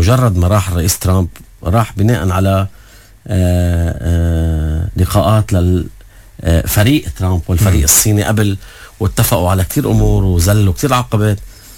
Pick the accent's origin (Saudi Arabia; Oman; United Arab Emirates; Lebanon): Lebanon; هذا لأنه سياديا أنا كلبناني سيادي أرفض أنه رئيس جمهوريتي يروح يعمل أي تنازل مع حدا محتلني